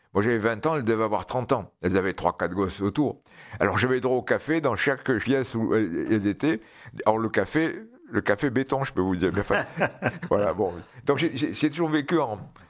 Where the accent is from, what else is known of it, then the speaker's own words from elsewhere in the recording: Algiers, Algiers Province, Algeria; born there; moved away; je suis né à Alger.